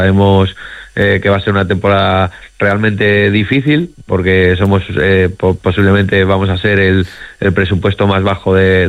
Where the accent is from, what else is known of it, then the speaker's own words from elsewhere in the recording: Asturias, Spain; es curioso que estás haciendo un camino muy parecido al de mi padre en Gijón, tú aquí en Cantabria, siendo el cántabro y yo asturiano.